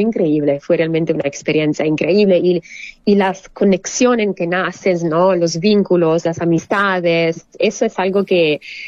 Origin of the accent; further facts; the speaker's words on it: Italy; born there; Spanish is a second language; cuando volví a Italia fue bajar al río de mi pueblito, entonces, no de Torino, sino de donde originariamente, donde nací